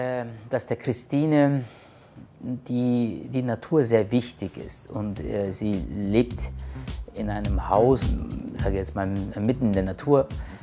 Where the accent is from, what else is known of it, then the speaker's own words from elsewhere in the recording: Eastern Anatolia, Turkey; now in Germany; Ja, ich bin im Dorf aufgewachsen, in Ostanatolien. Das Dorf besteht aus 6 Lehmhäusern.